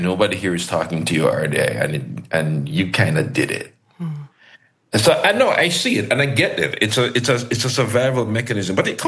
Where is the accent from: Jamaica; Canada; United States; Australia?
Jamaica; well, I'm a Jamaican. I don't need to check anything. I can simply write from memory.